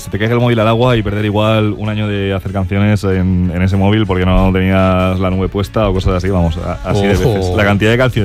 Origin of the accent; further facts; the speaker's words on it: Poland; Porque yo soy polaco, mi padre es polaco